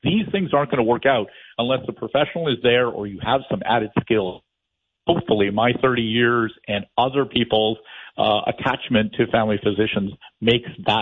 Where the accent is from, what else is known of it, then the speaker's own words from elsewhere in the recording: Canada; And that is the pride of being Canadian.